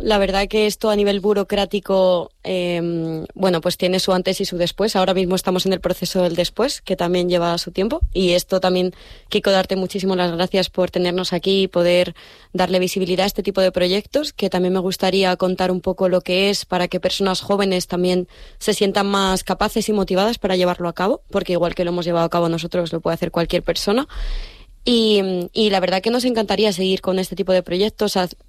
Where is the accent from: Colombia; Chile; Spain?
Spain; Madrid, Community of Madrid; Pues mira, nosotros somos tres chicos, yo que, bueno, soy de Madrid